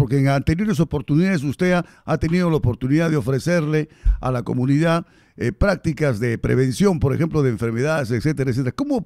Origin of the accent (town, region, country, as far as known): Lima, Peru